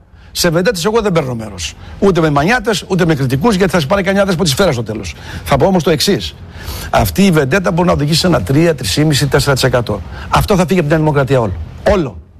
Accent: Greece; Εγώ ούτε δεξιός είμαι ούτε ψευτό αριστερός. Εγώ είμαι Έλληνας πατριώτης.

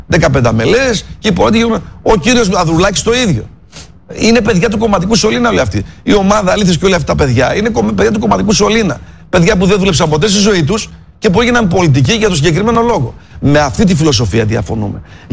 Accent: Thessaloniki, Central Macedonia, Greece; είμαι Θεσσαλονικιός εγώ.

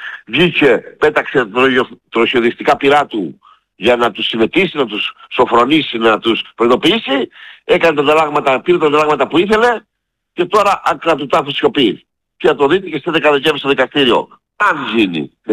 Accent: Greece; σαν άνθρωπος, σαν άντρας, σαν Έλληνας

